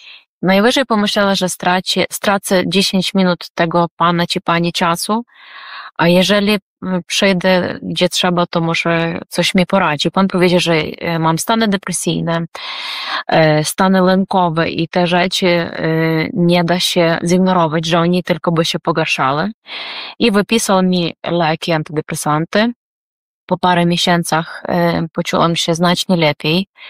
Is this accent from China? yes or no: no; Ukraine; Polish is a second language; now in Warsaw, Poland; Jako Ukrainka, obywatelka, też plastunka, czyli harcerka